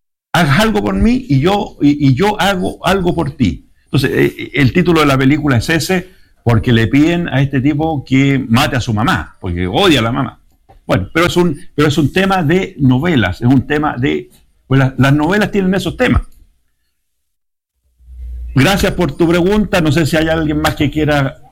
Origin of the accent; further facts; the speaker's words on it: Vicuña, Coquimbo, Chile; moved away; yo días antes había ido a mi pueblo, a Vicuña, a Elqui, donde yo soy, a un pueblo chico que se llama San Isidro